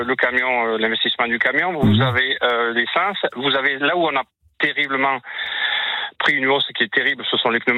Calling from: Occitanie, France; Non, j'habite en Lozère.

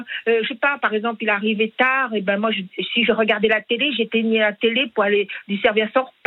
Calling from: Switzerland; je viens de Suisse

